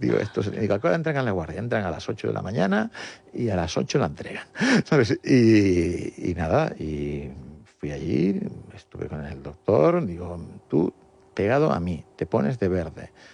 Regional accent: Canary Islands, Spain; born there; moved away as an adult; also born or lived in Motril / Granada / Madrid; como todo canario que va a estudiar a Madrid, pues muchos de ellos estudian en colegios mayores.

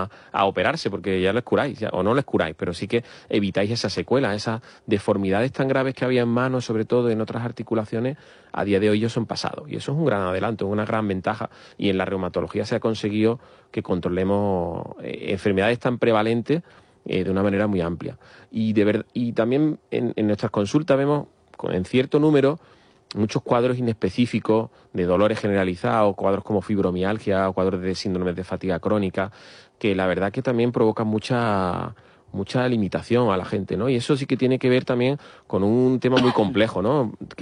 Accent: Andalusia, Spain

